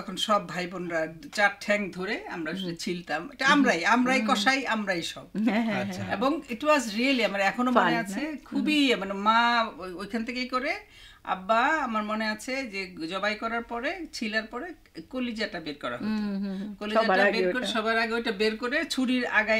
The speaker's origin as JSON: {"language": "Bangla", "town": "Dhaka", "region": "Dhaka Division", "country": "Bangladesh", "tie": "born or raised there", "said": "তো আমাদের পুরনো ঢাকায় আমরা বড় হয়েছি, পুরনো ঢাকা মানে তো বুঝতেই পারো"}